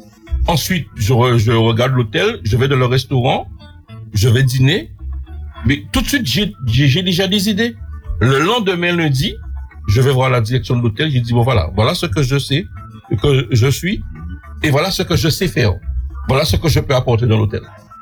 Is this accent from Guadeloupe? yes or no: yes; Guadeloupe; moved away; Quand j'ai quitté la Guadeloupe, moi personnellement, en 99, je me suis dit, je suis en train de stagner et j'ai besoin d'évoluer.